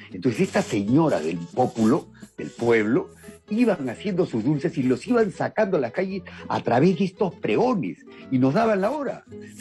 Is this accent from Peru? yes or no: yes; Lima, Peru